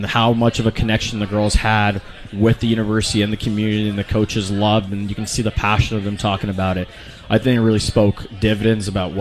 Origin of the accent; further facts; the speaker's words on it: Los Angeles, California, United States; also born or lived in San Francisco; I'm from Los Angeles originally, and it took me all the way up to San Francisco going to school there for 2 years.